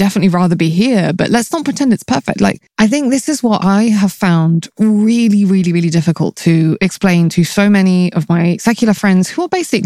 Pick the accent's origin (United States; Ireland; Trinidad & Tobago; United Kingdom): United Kingdom